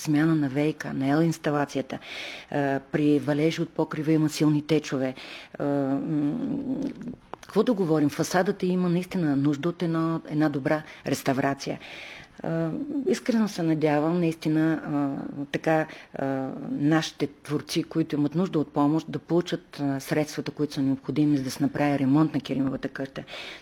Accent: Kardzhali, Kardzhali Province, Bulgaria; Аз съм си от Кърджали, моите корени са от тук.

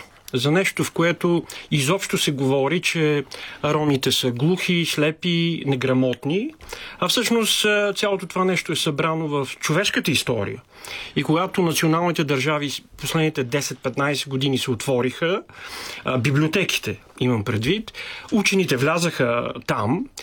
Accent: Sofia, Sofia City, Bulgaria; аз съм от София, съм от квартал факултета, а те са от Надежда, аз познавам Надежда, те не познават факултета.

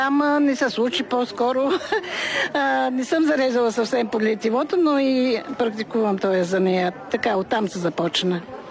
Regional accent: Pazardzhik, Pazardzhik Province, Bulgaria; съм от Пазарджик.

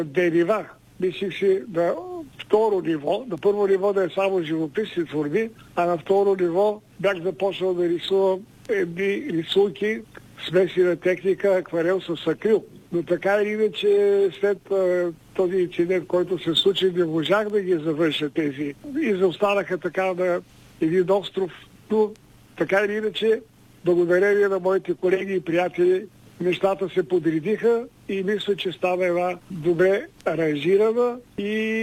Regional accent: Plovdiv, Plovdiv Province, Bulgaria; moved away as an adult; also born or lived in Parvomay; Пловдив е моя родния град, който аз безкрайно много обичам. Там съм израствал, всъщност аз съм роден в Първомай. Бил съм на 4 или 5 години, когато баща ми се привества в семейството ни, семейство в Пловдив. И имах възможността да живея на пъпа на Пловдив

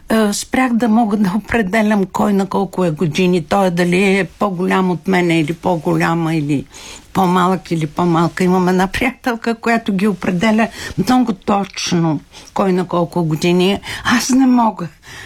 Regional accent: Svishtov, Veliko Tarnovo Province, Bulgaria; Ами, значи, аз всъщност съм родена в Свищов и до 12 годишната си възраст съм живяла там.

